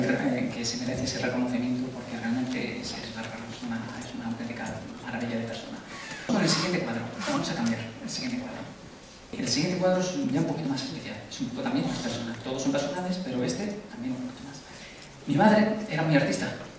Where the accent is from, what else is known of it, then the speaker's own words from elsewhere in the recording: Madrid, Community of Madrid, Spain; Porque yo soy de Aluche, ¿cómo me matéis?